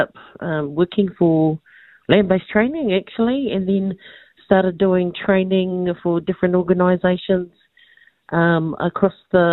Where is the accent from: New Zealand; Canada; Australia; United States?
New Zealand; Manawatū-Whanganui; also born or lived in Marton; My whakapapa is Ngā Wairiki Ngāti Apa. I was born in Marton, raised in the Rangitike. I also whakapapa to Tuwharito, my grandparents are from there, and also Ngāti Kahumine, Moti o Marae, to be more specific